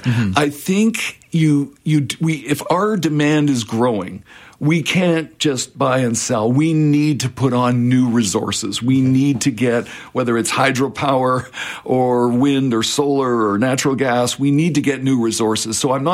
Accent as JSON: {"language": "English", "town": "Vancouver", "region": "British Columbia", "country": "Canada", "also_born_or_lived": "France", "said": "I'm from Vancouver. I did my doctorate in France. I didn't know I'd come back, but I've been a professor here for a long career."}